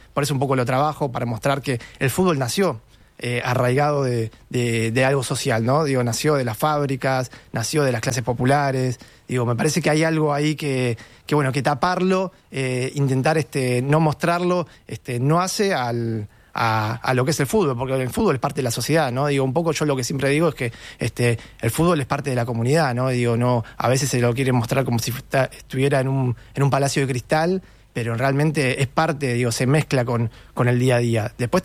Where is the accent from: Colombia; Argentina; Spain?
Argentina; porque soy de Argentina